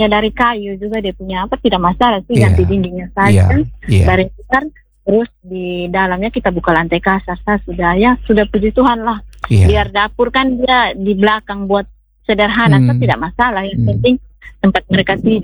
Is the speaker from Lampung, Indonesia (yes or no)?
no; East Nusa Tenggara, Indonesia; Namanya kita orang NTT, Pak, enggak ngomong.